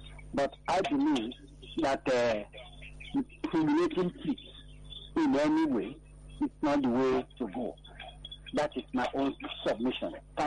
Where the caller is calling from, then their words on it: Nigeria; I'm calling from Abanja, Nigeria.